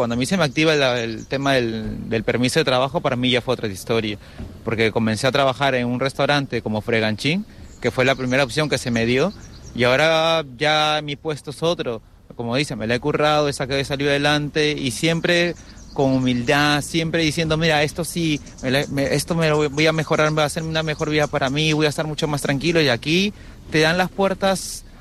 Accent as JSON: {"language": "Spanish", "country": "Peru", "moved": "as an adult", "lives_now": "Las Palmas de Gran Canaria, Spain", "said": "Yo soy peruano"}